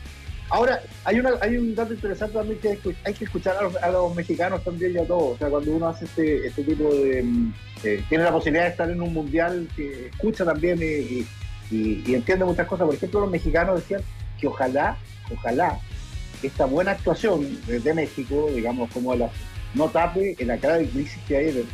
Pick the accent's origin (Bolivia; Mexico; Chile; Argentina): Chile; uno como chileno dice